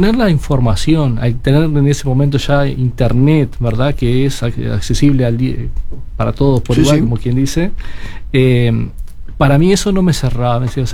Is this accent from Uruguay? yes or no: yes; Minas, Lavalleja, Uruguay; Bueno, nací en la ciudad de Minas, La Valleja, un viernes 13 del 79.